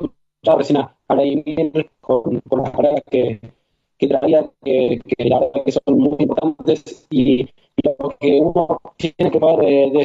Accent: Patagonia, Argentina; no he regresado a mi lugar de origen, yo soy de la Patagonia.

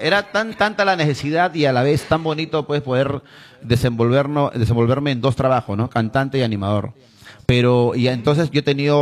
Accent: Chancay, Lima, Peru; now in Lima, Peru; yo soy de Chancay, pero cuando yo decido dejar Chancay y buscarme oportunidades en Lima

